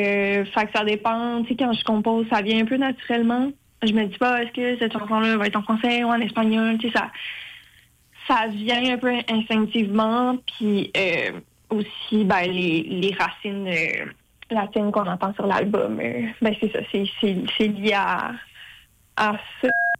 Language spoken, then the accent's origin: French; Quebec City, Quebec, Canada; born there; moved away as an adult; now in Montreal, Canada; je viens de Québec